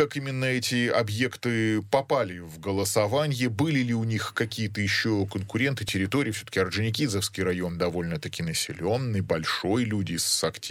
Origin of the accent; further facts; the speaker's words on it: Yekaterinburg, Sverdlovsk Oblast, Russia; я вроде бы Орджоникидзевский район, я тоже коренной орджоникидзевец.